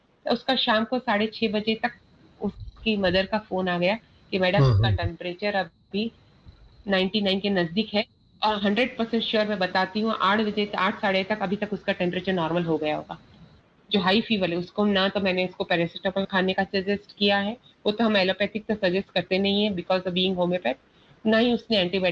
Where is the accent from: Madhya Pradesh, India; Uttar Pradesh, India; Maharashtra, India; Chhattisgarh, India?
Chhattisgarh, India; Raipur; मैं छत्तीसगढ़ रायपुर से हूँ